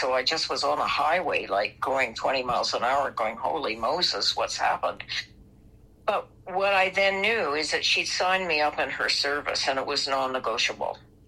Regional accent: Australia; moved away; as an Australian coming here

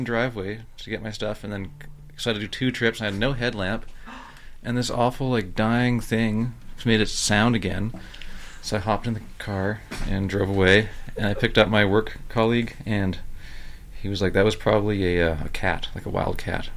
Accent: Port Moody, British Columbia, Canada; now in Prince George, Canada; But I did grow up here, kind of, Port Moody.

